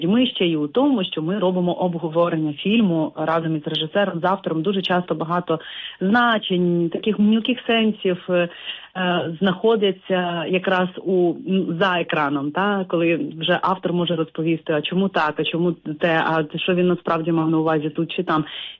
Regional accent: Odesa Oblast, Ukraine; moved away; я родом з Бессарабії

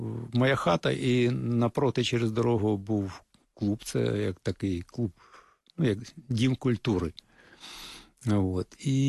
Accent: Hrebinky, Kyiv Oblast, Ukraine; born there; Народився під Києвом в Рябінках.

